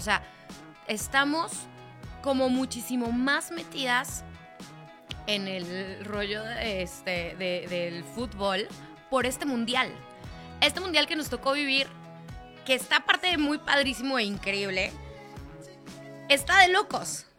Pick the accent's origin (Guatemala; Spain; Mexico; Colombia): Mexico; Y creo que hoy, por primera vez, después de, ¿qué quieren?, 10 años, estamos nuevamente juntos como mexicanos.